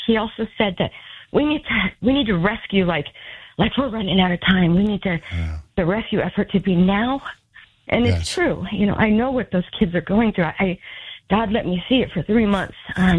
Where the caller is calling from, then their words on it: Spokane, Washington, United States; I'm from Spokane.